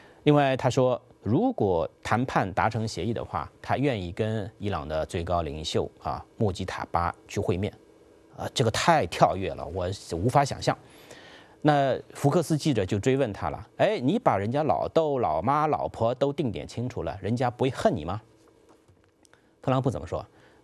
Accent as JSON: {"language": "Chinese", "country": "China", "said": "我们中国人说呢，听话听音儿啊"}